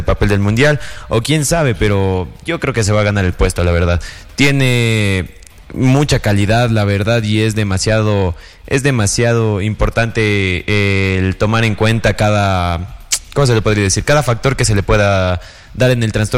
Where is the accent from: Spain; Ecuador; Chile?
Ecuador; importante para nosotros como ecuatorianos